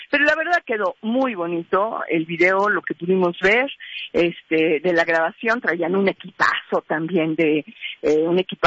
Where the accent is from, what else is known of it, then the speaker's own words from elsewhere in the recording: Mexico; Pues así somos los mexicanos, ¿no? Así somos en México, somos cálidos, abrimos la puerta, abrimos el corazón